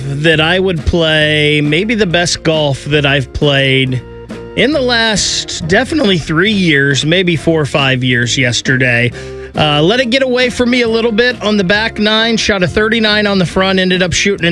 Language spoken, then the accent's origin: English; Grove City, United States; my hometown of Grove City